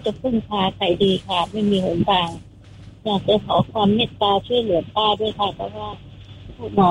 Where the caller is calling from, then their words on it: Bangkok, Thailand; อยู่กรุงเทพ